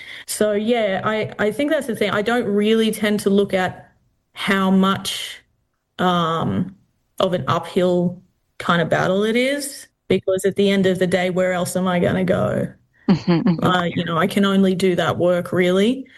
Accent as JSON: {"language": "English", "region": "Western Australia", "country": "Australia", "tie": "born or raised there", "said": "a Jaru woman from the Kimberley area of WA, with family connections to Balgo, Horse Creek, Windham. I grew up in the Kimberley in lots of little towns and remote communities that really shaped how I saw the world."}